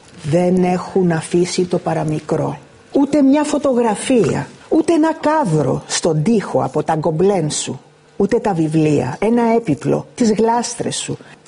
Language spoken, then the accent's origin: Greek; Famagusta, Famagusta District, Cyprus; εμείς όσοι γεννηθήκαμε στην Αμόχωστο και ζούσαμε στην Αμόχωστο, στην Κύπρο, μπορέσαμε να δούμε ξανά την πόλη μας.